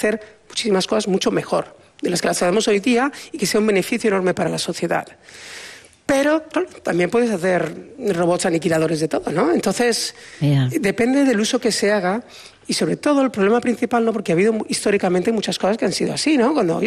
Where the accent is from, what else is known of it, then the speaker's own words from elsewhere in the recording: Spain; moved away as an adult; now in United States; yo soy español